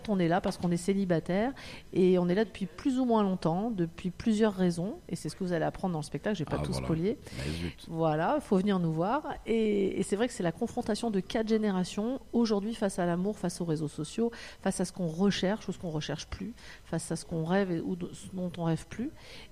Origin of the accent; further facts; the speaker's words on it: Valence, Auvergne-Rhône-Alpes, France; Alors moi, je viens de Valence.